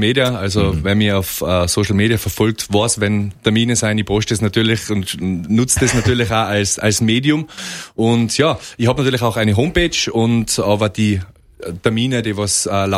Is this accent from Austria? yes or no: yes; Austria; Ja, es gibt ganz, ganz viele Schicksale, auch speziell bei uns in Österreich, auch in Tirol, wo man sich halt denkt, das hat jetzt auch nicht sein müssen